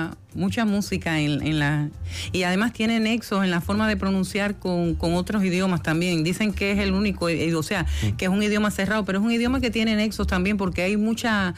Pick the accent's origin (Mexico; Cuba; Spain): Cuba; Yo me siento feliz de ser cubano